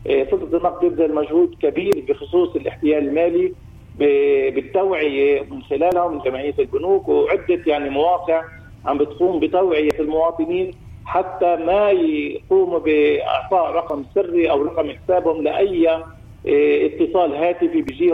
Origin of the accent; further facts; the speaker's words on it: Palestine; قدرتنا إحنا كشعب فلسطيني في التحول على الدفع الإلكتروني بسرعة فائقة